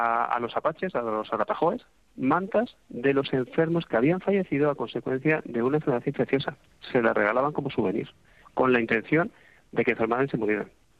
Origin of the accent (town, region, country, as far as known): Spain